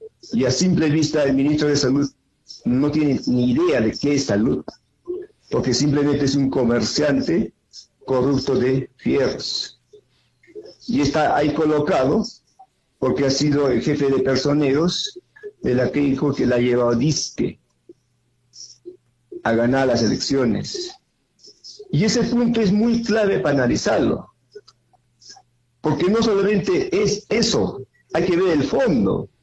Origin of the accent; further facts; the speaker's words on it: Peru; porque todos somos peruanos.